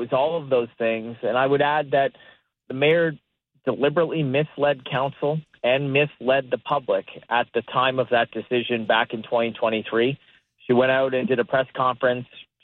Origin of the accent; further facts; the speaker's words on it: Hamilton, Ontario, Canada; I remember growing up in Hamilton